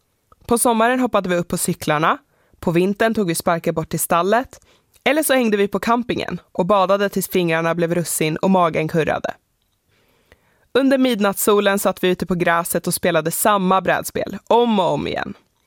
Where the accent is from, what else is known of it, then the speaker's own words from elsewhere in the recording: Lapland, Sweden; born there; Jag är född i södra Lappland.